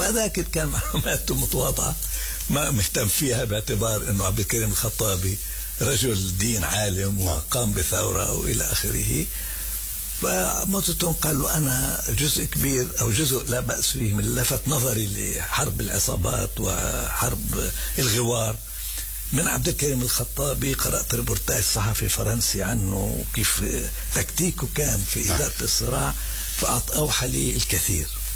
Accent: Jerusalem, Palestine; فخرجت إنه هذه مدينتي ليست مدينتي.

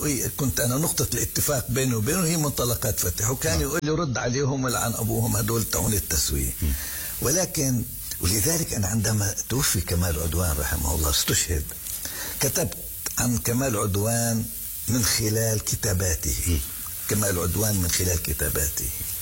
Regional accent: Palestine; أنه إحنا كثورة فلسطينيين نظل نبقى متمسكين بحقوقنا الثابتة

